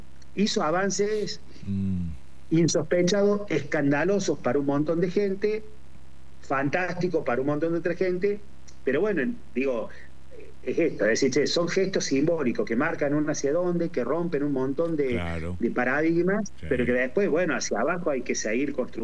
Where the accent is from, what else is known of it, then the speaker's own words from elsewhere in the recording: Córdoba, Argentina; yo soy de Barrio Comercial, que la parroquia también abarca muchas zonas vulnerables, entre ellas mi barrio de origen